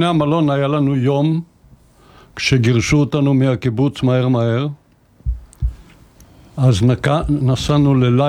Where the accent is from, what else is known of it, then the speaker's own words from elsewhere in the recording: Givat Brenner, Central District, Israel; moved away as an adult; now in Kibbutz Dafna, Israel; אני יליד גבעת ברנר